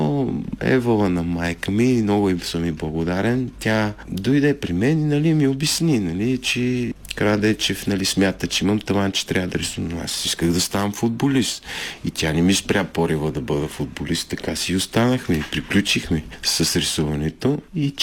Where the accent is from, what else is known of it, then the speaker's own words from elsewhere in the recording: Plovdiv Province, Bulgaria; Аз съм израснал в Кичук, Париж.